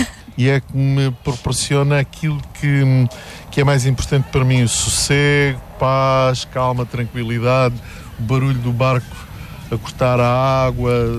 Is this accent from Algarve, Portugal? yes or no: yes; Faro, Algarve, Portugal; born there; nasci em Faro, mas os meus verões desde, sei lá, muito, muito novo, foram passados aqui sempre. Nós passávamos aqui nessa altura 4 meses.